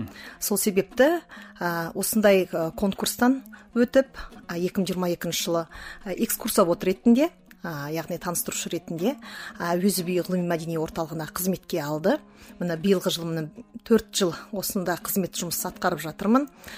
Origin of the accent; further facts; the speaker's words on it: Semey, Abai Region, Kazakhstan; moved away as an adult; now in Almaty, Kazakhstan; Енді ол кезде жалпы мен өзім Шығыс Қазақстаннанмын, оның ішінде қазіргі таңдағы Абай облысы, мына Семей қаласынан.